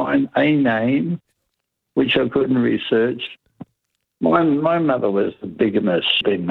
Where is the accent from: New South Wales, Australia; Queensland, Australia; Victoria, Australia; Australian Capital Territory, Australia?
New South Wales, Australia; Sydney; I'm a true blue Sydney boy.